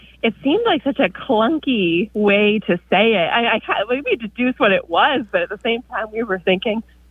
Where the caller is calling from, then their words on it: Pensacola, Florida, United States; I'm calling from Pensacola, Florida.